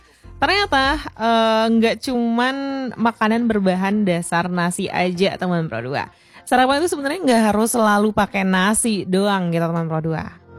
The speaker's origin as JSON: {"language": "Indonesian", "town": "Pekanbaru", "region": "Riau", "country": "Indonesia", "said": "bagi kita orang Pekanbaru tuh agak asing ya dengan bubur singkong."}